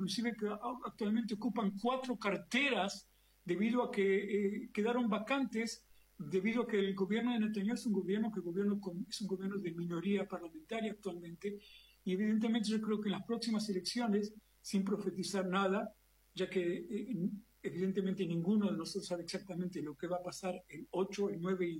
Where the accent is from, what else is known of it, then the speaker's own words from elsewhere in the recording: Argentina; moved away; yo soy argentino de origen